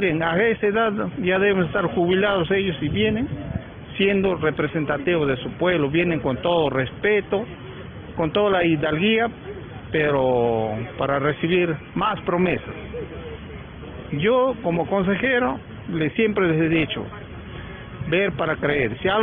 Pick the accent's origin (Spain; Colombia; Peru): Peru; Huánuco; como provinciano marañonense que soy